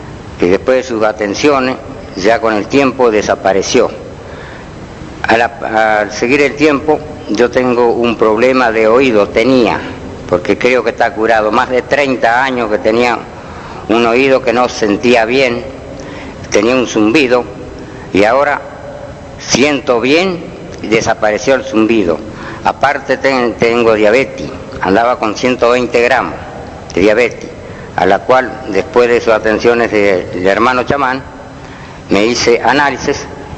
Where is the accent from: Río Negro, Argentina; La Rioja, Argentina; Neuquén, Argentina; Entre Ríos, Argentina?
Entre Ríos, Argentina; Paraná; yo soy de Paraná, vivo en, soy de acá de Paraná